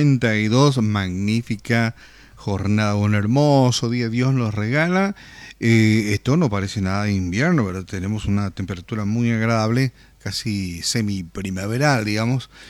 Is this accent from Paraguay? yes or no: yes; Paraguay; los paraguayos tenemos sangre española